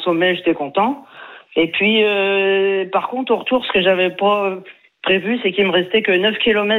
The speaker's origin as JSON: {"language": "French", "region": "Pays de la Loire", "country": "France", "tie": "born or raised there", "said": "je suis originaire des Pays de la Loire, là d'ailleurs j'habite en Mayenne"}